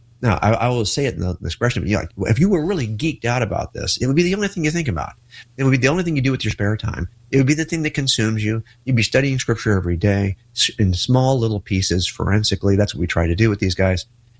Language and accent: English; California, United States